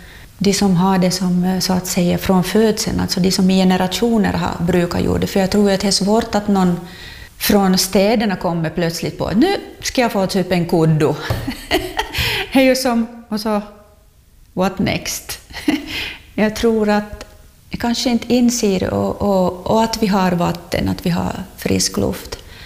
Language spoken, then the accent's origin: Swedish; Finland; born there; vilken rikedom jag är född i, Finland alltså.